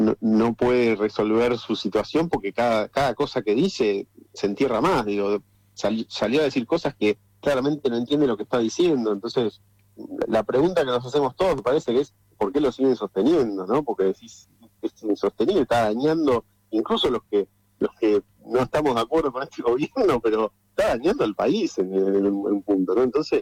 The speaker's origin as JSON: {"language": "Spanish", "country": "Argentina"}